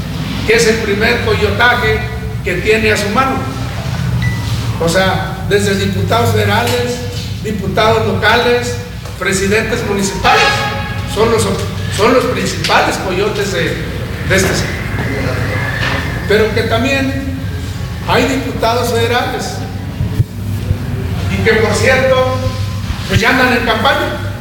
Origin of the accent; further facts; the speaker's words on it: Zacatecas, Mexico; nosotros somos zacatecanos, somos parte del Estado y también somos mexicanos.